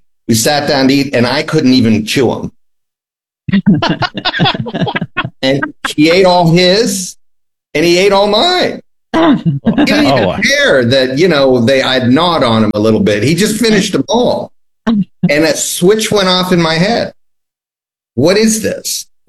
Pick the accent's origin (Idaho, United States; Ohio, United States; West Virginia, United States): Ohio, United States; moved away; I grew up in Ohio, middle of Ohio